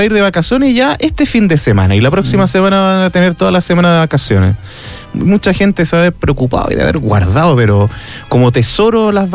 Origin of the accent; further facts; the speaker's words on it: Chile; nosotros como chilenos, chilenas